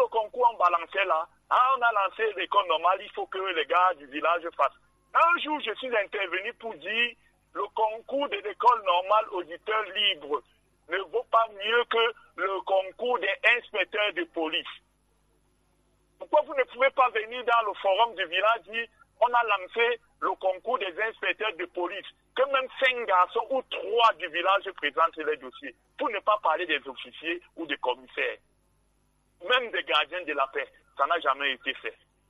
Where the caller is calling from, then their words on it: Centre, Cameroon; Moi, je suis de Bokaga où le goudron s'arrête. Quand vous partez de Bafia pour Bokito, le goudron s'arrête net à la minute, à la limite de mon village.